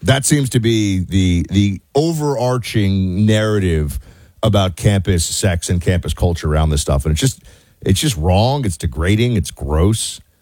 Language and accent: English; New York City, New York, United States; I grew up in New York City, but I got to college and I was like, what is that thing?